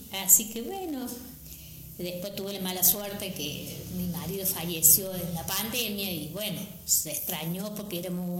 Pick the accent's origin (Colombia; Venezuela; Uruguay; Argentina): Argentina; Alto Corral; Mira, yo soy nativa de acá, de Alto Corral, así que... porque mis padres vivían acá y yo también, y en ningún momento me fui a ningún lado. Me quedé viví acá